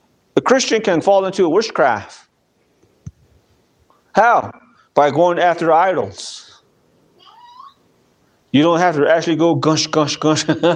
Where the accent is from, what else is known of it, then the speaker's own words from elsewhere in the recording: United States; I'm an American. I thank God I'm American.